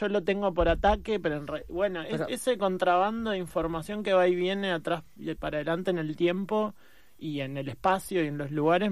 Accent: San Francisco Solano, Buenos Aires Province, Argentina; hace unos cuantos años, yo vivía en Solano, soy de Solano, de San Francisco Solano

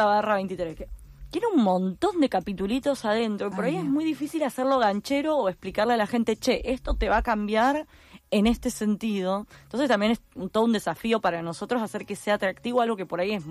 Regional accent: Cipolletti, Río Negro, Argentina; moved away as an adult; now in Buenos Aires, Argentina; yo soy de Cipolletti, vine a Buenos Aires a estudiar artes

